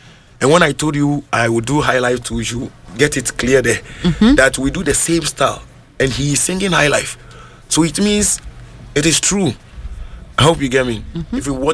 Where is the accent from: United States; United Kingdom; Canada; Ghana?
Ghana; because I'm a Ghanaian.